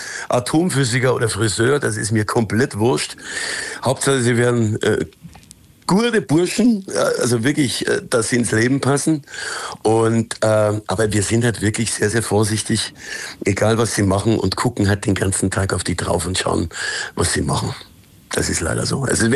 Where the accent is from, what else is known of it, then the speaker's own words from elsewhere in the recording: Tyrol, Austria; Da bin ich richtiger Österreicher